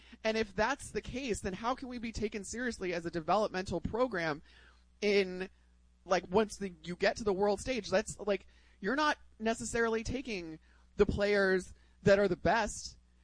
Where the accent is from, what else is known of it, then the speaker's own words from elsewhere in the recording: Illinois, United States; Like, I grew up in outside Chicago, where hockey was a huge sport that everybody in my neighborhood played.